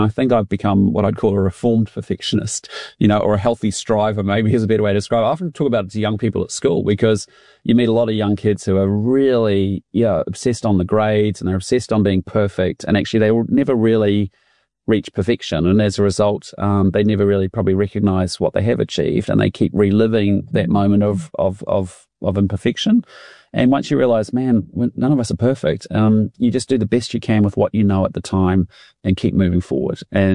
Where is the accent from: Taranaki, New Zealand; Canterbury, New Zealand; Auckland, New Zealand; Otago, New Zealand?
Canterbury, New Zealand; Christchurch